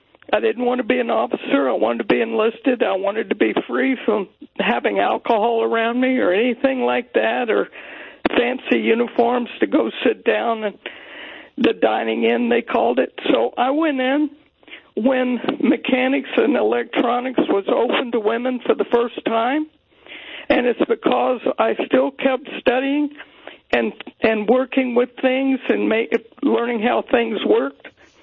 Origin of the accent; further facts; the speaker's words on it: Florida, United States; born there; I wanted to be a mechanic from the time I was born in Florida in 1950.